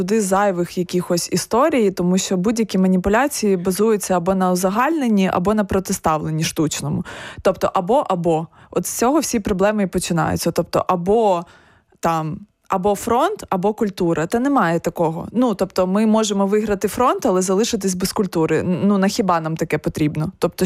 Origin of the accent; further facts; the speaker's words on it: Kyiv, Ukraine; в моєму рідному Києві